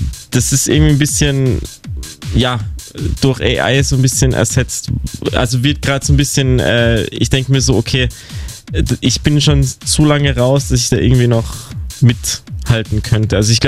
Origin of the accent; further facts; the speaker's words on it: Tyrol, Austria; now in Berlin, Germany; ich komme ja aus Tirol, Österreich, da ist der Winter, ja, vom Wetter her zumindest um einiges schöner.